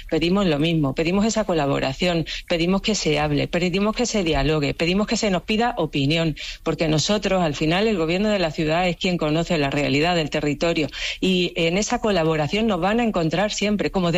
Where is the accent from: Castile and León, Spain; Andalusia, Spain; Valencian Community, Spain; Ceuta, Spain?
Ceuta, Spain; Yo sinceramente creo que España, como país, yo como española, como ceutí, como europea, pido que se desplieguen todos los medios necesarios del Estado.